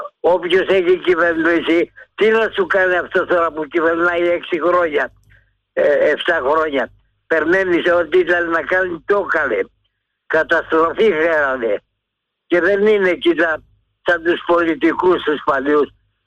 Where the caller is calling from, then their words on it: Salamis, Attica, Greece; από Σαλαμίνα.